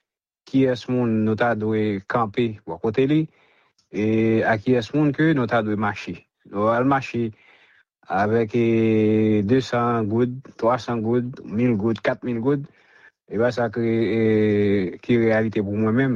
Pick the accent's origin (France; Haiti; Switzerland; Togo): Haiti; Parce que tout en tant que Haïtien pour capable de prendre conscience